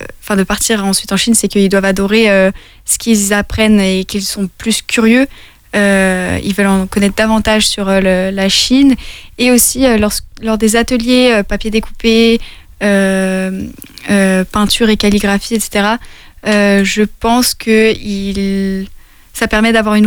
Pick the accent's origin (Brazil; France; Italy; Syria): France; en Chine, par exemple, je leur disais je suis française.